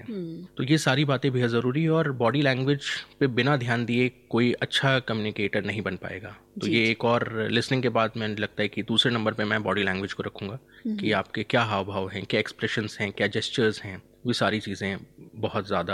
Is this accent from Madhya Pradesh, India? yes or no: yes; Balaghat, Madhya Pradesh, India; जैसे मैं बालाघाट जिले से आता हूँ, वहाँ की एक अपनी भाषा शैली है